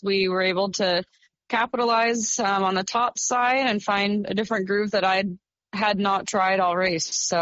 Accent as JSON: {"language": "English", "region": "Arizona", "country": "United States", "tie": "born or raised there", "said": "I grew up in Arizona, lived there my whole life"}